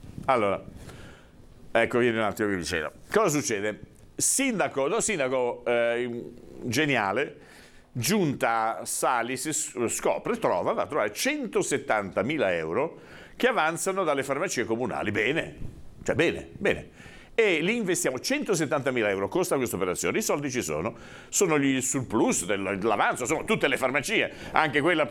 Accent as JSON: {"language": "Italian", "town": "Genoa", "region": "Liguria", "country": "Italy"}